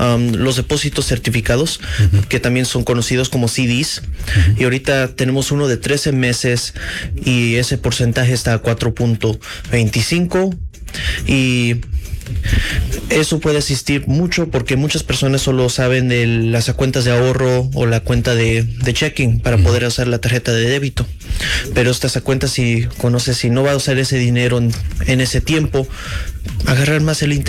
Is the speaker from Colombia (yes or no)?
no; Palestine, Texas, United States; now in Taylor, United States; Aquí soy de Texas, uh-huh. Soy de Palestine, Texas, uh-huh. Y terminé aquí en Taylor, okay.